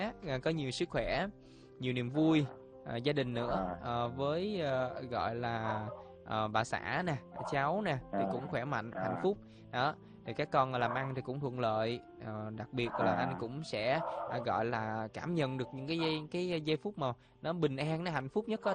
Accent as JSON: {"language": "Vietnamese", "town": "Sa Dec", "region": "Dong Thap", "country": "Vietnam", "tie": "born or raised there", "said": "ở quê em thì cũng ngay thành phố rồi, nếu như mà tính là trước đó thì cũng ngay thành phố Sa Đéc đó"}